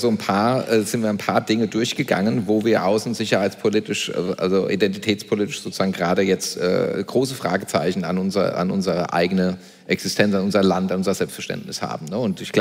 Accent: Germany; wer sind wir Deutschen

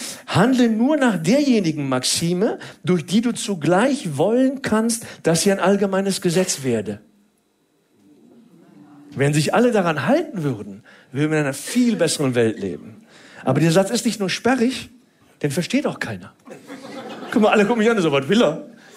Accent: Cologne, North Rhine-Westphalia, Germany; ich bin gebürtig aus Köln.

